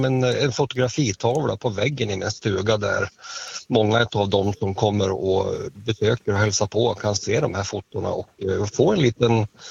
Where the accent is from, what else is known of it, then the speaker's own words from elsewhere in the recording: Älvrå, Sweden; moved away as an adult; min hemby Älvrå. Mm-hmm. Det är ju så här att jag är född och uppvuxen här, men 2007 så flyttade vi härifrån